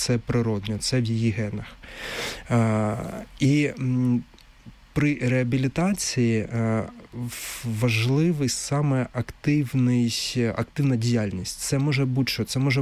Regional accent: Kharkiv, Kharkiv Oblast, Ukraine; в Харкові, це моє рідне місто

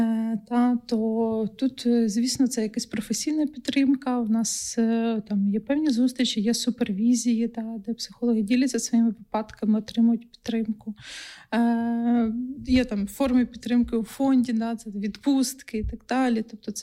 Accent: Huliaipole, Zaporizhzhia Oblast, Ukraine; moved away; я сама з Гуляйполя Запорізької області, нині окупованого

